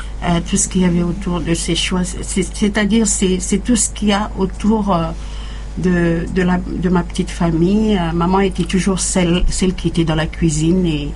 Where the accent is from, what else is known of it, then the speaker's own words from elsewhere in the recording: Vao, Malampa, Vanuatu; now in Port Vila, Vanuatu; Donc, je viens de Malicolo-sur-Vao.